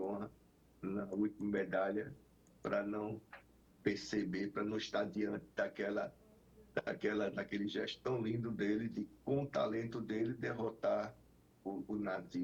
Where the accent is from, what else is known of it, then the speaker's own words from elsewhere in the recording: Brazil; Olha, eu sou brasileiro porque eu sou da terra de Garrincha.